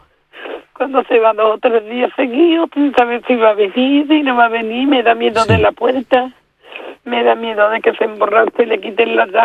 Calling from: Catalonia, Spain; No vivo en Pineda de Mar, pero vivo muy cerca.

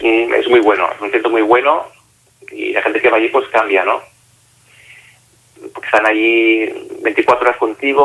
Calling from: Barcelona, Catalonia, Spain; soy de Barcelona

